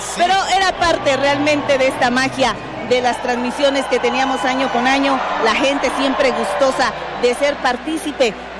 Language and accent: Spanish; Oaxaca, Mexico